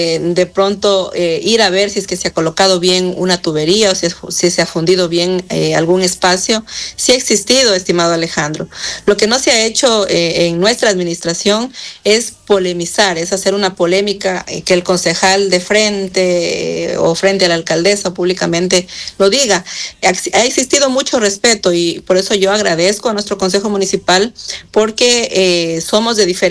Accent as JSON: {"language": "Spanish", "town": "Yantzaza", "region": "Zamora-Chinchipe", "country": "Ecuador", "tie": "born or raised there", "said": "soy una hija de Yantzaza. Yo he nacido aquí en esta bella tierra, he crecido"}